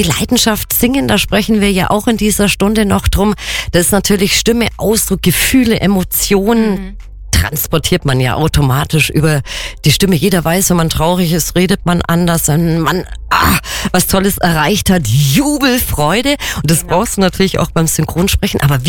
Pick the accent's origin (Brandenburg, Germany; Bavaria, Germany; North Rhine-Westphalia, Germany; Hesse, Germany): Bavaria, Germany